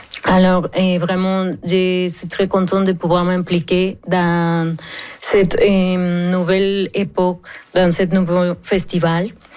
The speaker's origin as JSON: {"language": "French", "country": "Mexico", "tie": "born or raised there", "moved": "as an adult", "lives_now": "Sept-Îles, Canada", "said": "je suis originaire du Mexique."}